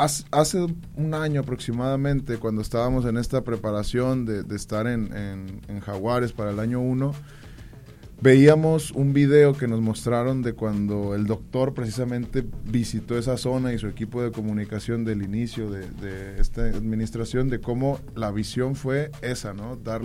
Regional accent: Tepic, Nayarit, Mexico; somos aquí de Tepic, pues somos muy apegados, ¿no? A nuestro lugar de origen, creo que es algo muy del Nayarita y no solo de nuestro estado, sino de México.

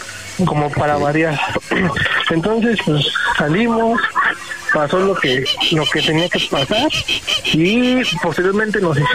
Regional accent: Venustiano Carranza, Mexico City, Mexico; 33 y aquí en la Venustiano Carranza.

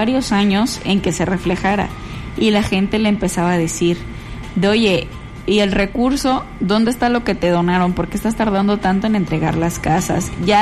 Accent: Mexico; fue la unión como mexicanos.

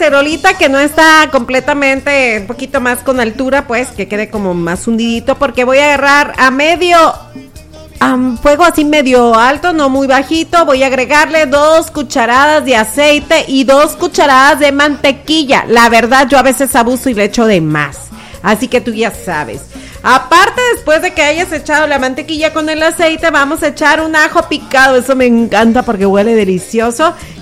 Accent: Tecuala, Nayarit, Mexico; Yo vengo de allá de Tecuala, Nayarit, así no lo comemos nosotros, no le ponemos peros.

